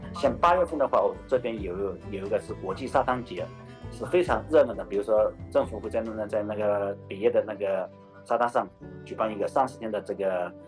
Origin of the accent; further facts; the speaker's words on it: Wenzhou, Zhejiang, China; moved away as an adult; now in Cape Verde; 我是出生在浙江温州瓯海泽雅一个村里面的哦，我们那个村叫古耸村哦，然后呢我们那边是也是比较漂亮的一个山。大家应该会知道泽雅水库，我老家就在泽雅水库上面的一